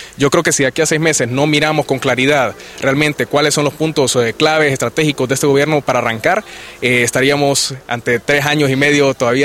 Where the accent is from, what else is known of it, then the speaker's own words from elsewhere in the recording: Honduras; como buen ciudadano, como buen hondureño